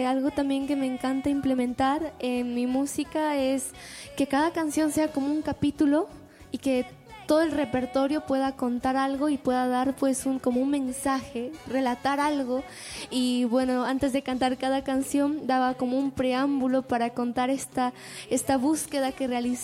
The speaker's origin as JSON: {"language": "Spanish", "town": "Huanta", "region": "Ayacucho", "country": "Peru", "said": "en el concurso de la música ayacuchana, de la canción ayacuchana ahí, en mi Huanta querido, en mi tierra. Y ahí iba pues con mi traje huamanguino, como también las letras eran en quechua"}